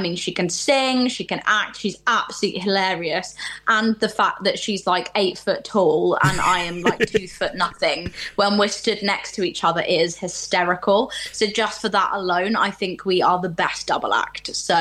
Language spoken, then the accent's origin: English; United Kingdom; I'm British